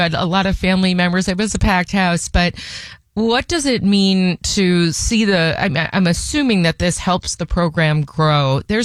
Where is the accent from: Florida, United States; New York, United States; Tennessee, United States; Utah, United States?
New York, United States; I'm from New York, and I live out here